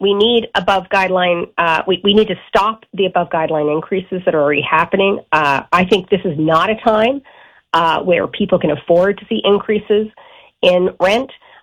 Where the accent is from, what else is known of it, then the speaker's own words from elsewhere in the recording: Newfoundland and Labrador, Canada; moved away as an adult; now in Ontario, Canada; When I first moved to Ontario from Newfoundland in the late 80s, early 90s, I couldn't believe the weather. I mean, I'm from Newfoundland originally.